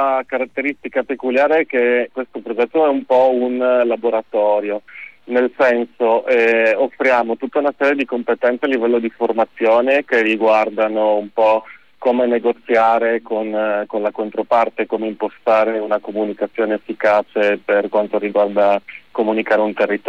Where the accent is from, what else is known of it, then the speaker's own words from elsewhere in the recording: Friuli-Venezia Giulia, Italy; moved away as an adult; E siccome anche sono sempre stato fuori regione, sono friulano. E dopo la fine delle superiori sono stato parecchio in giro, e questa è stata un po' l'occasione per questi spericolati per me per ritornare sia in regione